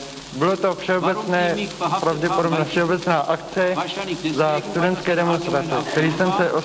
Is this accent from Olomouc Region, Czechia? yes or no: no; Bolevec, Plzeň Region, Czechia; born there; now in Prague, Czechia; Bolevce u Plzně.